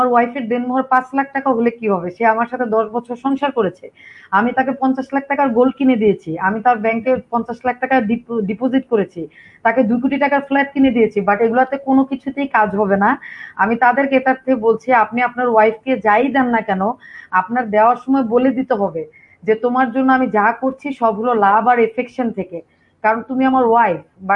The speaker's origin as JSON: {"language": "Bangla", "country": "Bangladesh", "tie": "born or raised there", "said": "আমরা যখন যে সময়টাতে বাংলাদেশের প্রেক্ষাপটে বড় হয়েছি, আমি বলছি আসলে 80-এর দশকের কথা"}